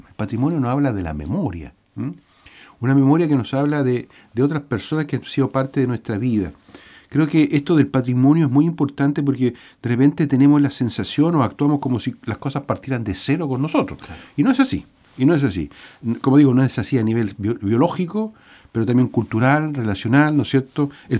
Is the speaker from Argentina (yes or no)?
no; Chile; los cimientos de nuestra identidad como pueblo chileno